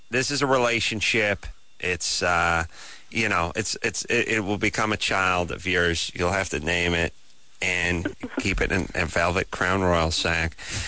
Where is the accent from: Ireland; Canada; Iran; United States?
United States; I'm American